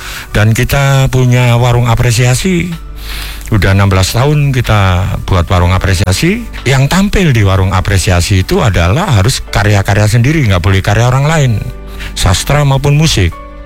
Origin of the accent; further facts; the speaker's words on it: Malang, East Java, Indonesia; Itulah saya dari Malang